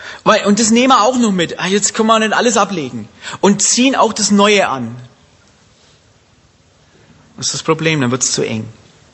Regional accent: Bavaria, Germany; moved away; als Franke essen wir gern Klöße

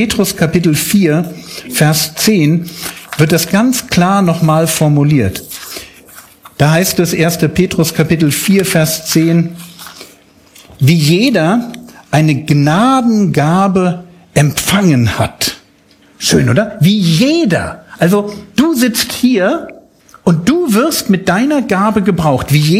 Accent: Berlin, Germany; bin ja aus Berlin und in Berlin haben wir vielleicht mehr Leute

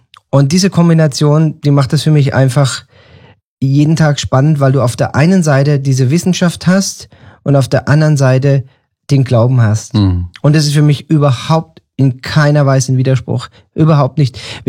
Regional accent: Germany; Als Deutscher ist man es gewohnt, morgens zum Bäcker zu gehen und Brötchen zu holen, ja.

